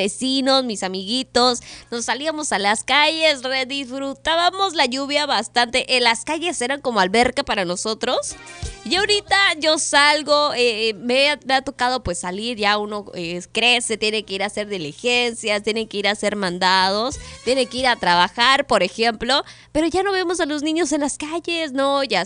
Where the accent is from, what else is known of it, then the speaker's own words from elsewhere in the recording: Mexico City, Mexico; yo soy de la Ciudad de México